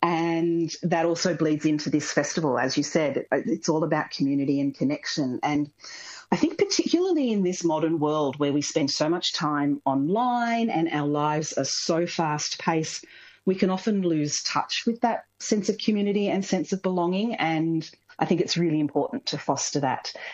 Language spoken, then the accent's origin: English; Coffs Harbour, New South Wales, Australia; Yeah, I grew up in Coffs Harbour back in the days when Coffs Harbour was much smaller than it is nowadays.